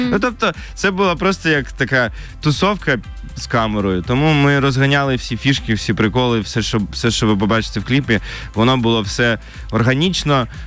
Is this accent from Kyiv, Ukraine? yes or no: yes; Kyiv, Ukraine; Там Київ – це як більше моє рідне місто